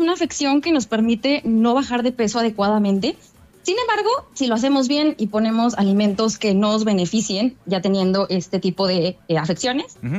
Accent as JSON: {"language": "Spanish", "country": "Mexico", "said": "nosotros como mexicanos"}